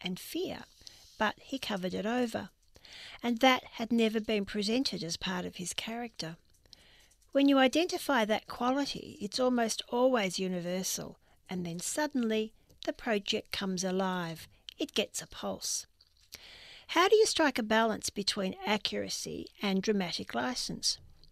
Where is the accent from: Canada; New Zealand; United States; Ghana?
New Zealand; Growing up in New Zealand, we had 2 pictures on our mantle, the Pope